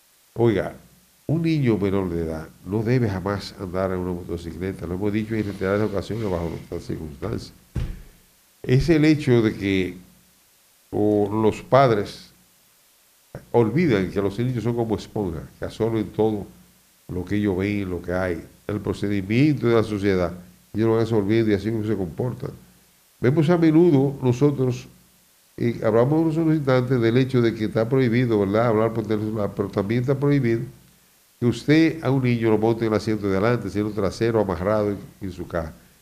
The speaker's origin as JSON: {"language": "Spanish", "country": "Dominican Republic", "said": "nosotros como dominicanos"}